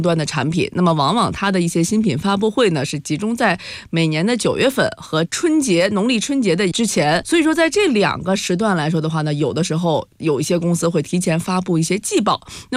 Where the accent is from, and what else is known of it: China